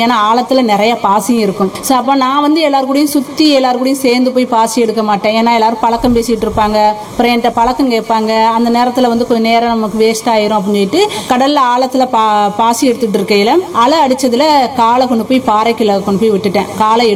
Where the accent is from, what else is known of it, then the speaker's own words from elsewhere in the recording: Narikkuzhi, Tamil Nadu, India; born there; now in Paman Thetkuvadi, India; நான் பிறந்த ஊர் வந்து நரிக்குழி அப்படின்னு ஒரு கிராமத்துல நான் பிறந்தேன். எனக்கு கல்யாணம் பண்ணி கொடுத்தது தான் பாமன் தெற்குவாடி கிராமம். இப்போ அங்கே தான் இருக்கேன்.